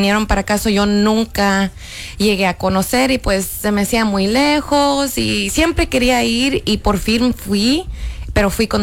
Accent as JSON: {"language": "Spanish", "town": "Los Angeles", "region": "California", "country": "United States", "tie": "born there", "said": "Yo nací en Los Ángeles, California."}